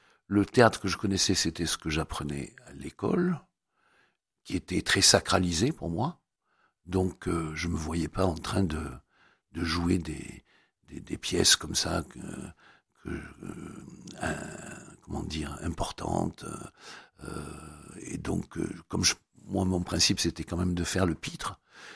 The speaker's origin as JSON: {"language": "French", "town": "Marseille", "region": "Provence-Alpes-Côte d'Azur", "country": "France", "tie": "born or raised there", "said": "Je suis né à Marseille"}